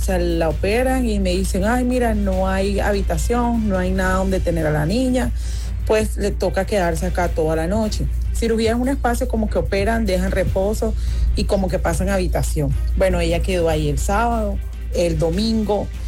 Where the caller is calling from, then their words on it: Galapa, Atlántico, Colombia; Yo vivo en Galapa.